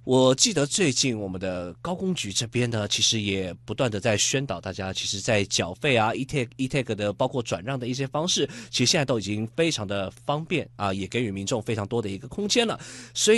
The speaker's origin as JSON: {"language": "Chinese", "region": "Kaohsiung", "country": "Taiwan", "said": "因为您知道我们高雄人嘛"}